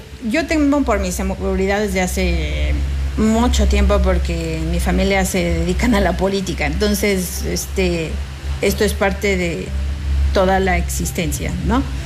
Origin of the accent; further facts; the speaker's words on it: San Luis Potosí, Mexico; Pero soy una ciudadana, soy potosina y tengo mucha preocupación porque este no es el San Luis que yo quiero para la familia